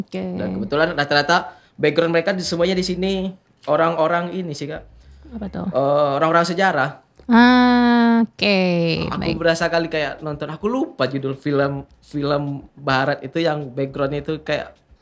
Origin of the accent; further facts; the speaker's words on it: West Sumatra, Indonesia; kebetulan aku orang Sumbar kan.